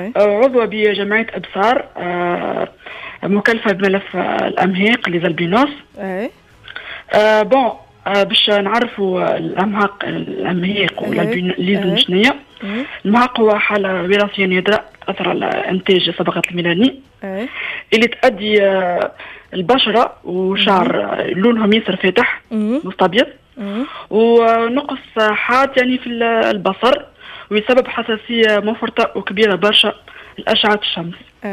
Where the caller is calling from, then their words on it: Tunis, Tunis Governorate, Tunisia; من تونس، عمري 34 سنة.